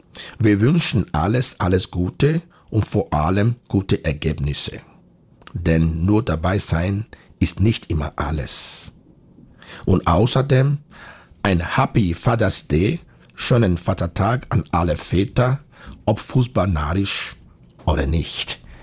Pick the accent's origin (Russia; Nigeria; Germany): Nigeria; now in Austria; Ein bisschen traurig bin ich übrigens schon, dass Nigeria, das Team meiner alten Heimat, wieder nicht dabei ist.